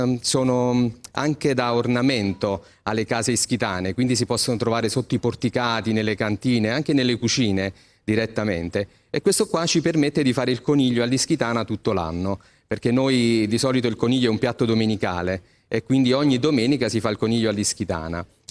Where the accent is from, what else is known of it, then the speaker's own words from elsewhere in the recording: Forio, Campania, Italy; Io lo faccio alla Foriana, perché sono di Forio